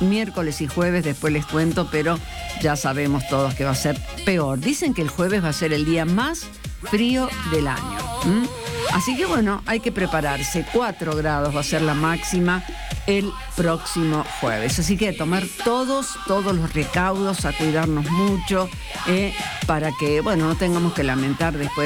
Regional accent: Argentina; en la calle somos todos argentinos

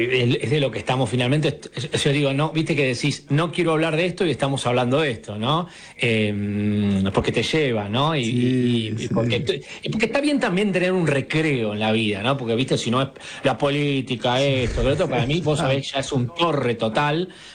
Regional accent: Argentina

